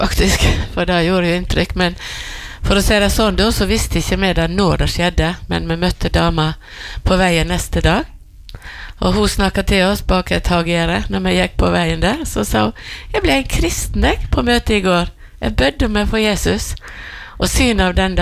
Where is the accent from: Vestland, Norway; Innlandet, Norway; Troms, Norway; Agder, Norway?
Vestland, Norway; Fitjar; Det ble jo bygdesorg hjemme på Fitjar når Rasmus død.